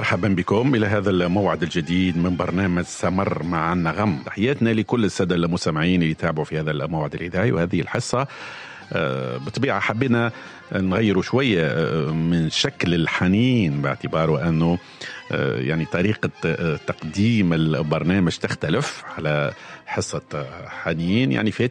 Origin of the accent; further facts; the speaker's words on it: Tunisia; accent: Tunisian; احنا نقوله نستنى بلهجتنا التونسية.